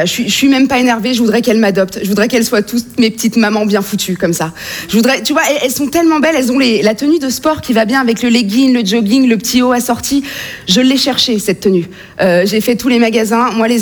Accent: France; on est français, on peut s'enorgueillir un peu, on est la grande nation de la gastronomie.

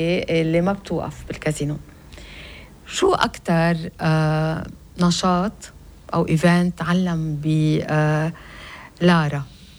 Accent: Lebanon; لأنه ابن ضيعتي، ابن أرتبة

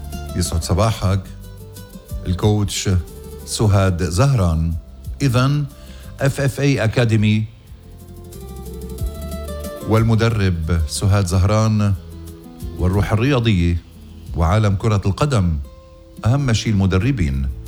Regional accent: Lebanon; آخ يا بلدي لبنان يا مبارك

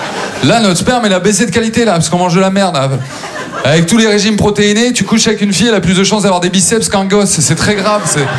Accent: Maubeuge, Hauts-de-France, France; J'ai grandi à Maubeuge, c'est la 7e ville la plus pauvre de France, voilà, parce qu'ils ont fait un classement les bâtards.

